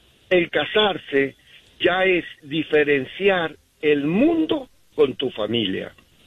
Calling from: Utah, United States; Los llamo días, desde Utah. Estoy aquí

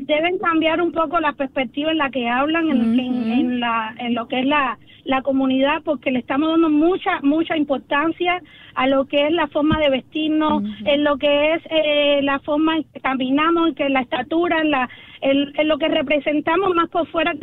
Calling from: Cuba; Yo, como ella, soy cubana y tengo dos niñas. Tengo 44 años

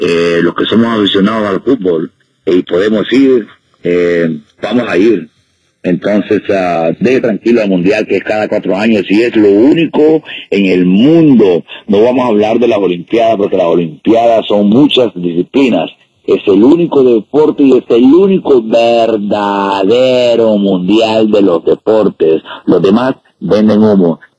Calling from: New York, United States; Le hablo de New York.

